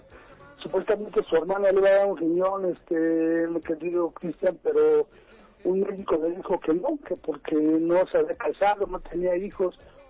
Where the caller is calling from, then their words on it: Zumpango, State of Mexico, Mexico; En Zumpango, Estado de México.